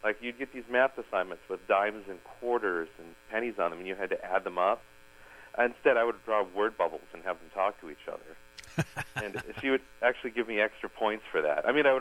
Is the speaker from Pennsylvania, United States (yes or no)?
no; Hastings, Minnesota, United States; also born or lived in Waconia / Jonathan / Owatonna; I was born in Waconia, Minnesota. Didn't spend much time there, but my family moved around through southeastern Minnesota. I lived in a community called Jonathan, which is now part of Chaska, and then Owatonna, and then finally Hastings.